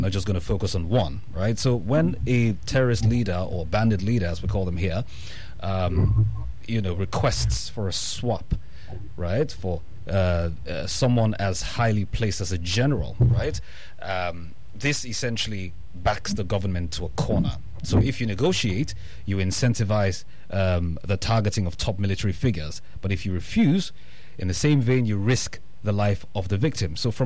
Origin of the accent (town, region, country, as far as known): Nigeria